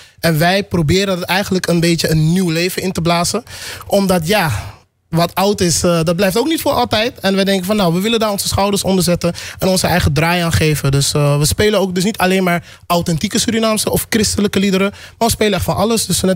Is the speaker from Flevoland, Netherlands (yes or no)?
yes; Almere, Flevoland, Netherlands; Want volgens mij zeg ik heel vaak dat we uit Almere komen. En maken we ook heel vaak reclame voor Almere. Waar andere mensen denken, Almere, daar wil ik niet. Maar wij zijn trotse Almeerders.